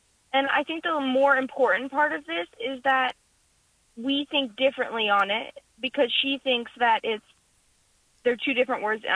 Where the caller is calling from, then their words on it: Maryville, Missouri, United States; I'm calling from Maryville, Missouri.